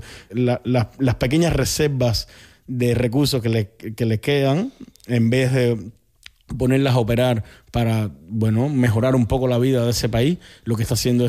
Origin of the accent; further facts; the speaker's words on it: Cuba; como buen cubano, y como te puedes dar cuenta, cuando entré a la universidad me como toda la CR, todas las S, hablo rápido, me trastabillo